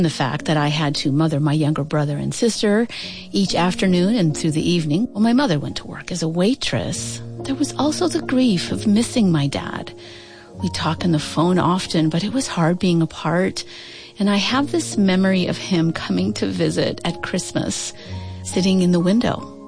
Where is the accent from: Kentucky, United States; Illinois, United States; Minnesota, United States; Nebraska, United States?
Nebraska, United States; when I was a girl growing up in Nebraska